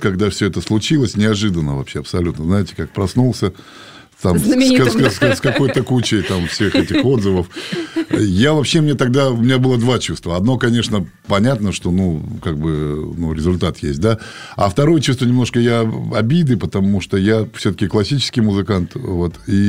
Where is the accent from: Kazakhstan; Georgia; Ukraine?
Kazakhstan; now in Voronezh, Russia; я сам вырос в Казахстане